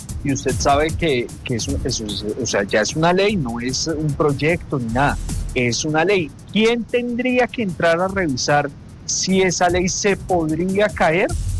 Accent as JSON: {"language": "Spanish", "country": "Colombia", "said": "Somos el país de la OCDE que más descansa en días festivos."}